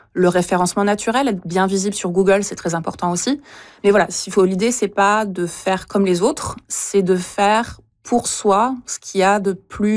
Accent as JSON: {"language": "French", "region": "Quebec", "country": "Canada", "lives_now": "British Columbia, Canada", "said": "Je suis quelqu'un du Québec qui habite ici. J'apprécie énormément de pouvoir célébrer ma propre culture dans ma région."}